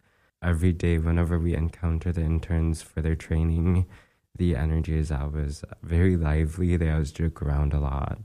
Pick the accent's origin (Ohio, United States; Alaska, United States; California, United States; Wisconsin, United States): Alaska, United States; Utqiagvik; now in Anchorage, United States; Growing up, I grew up in Itkagvik.